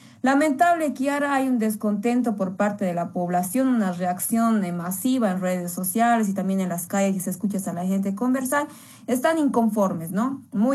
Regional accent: Bolivia; Entonces, somos los bolivianos los que estamos pagando.

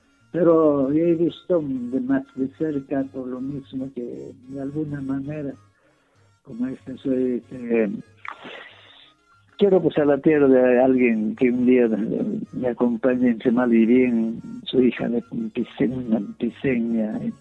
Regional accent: Pisac district, Calca province, Cusco, Peru; mi pueblo, Comay, el distrito de Pisac, provincia de Calca.

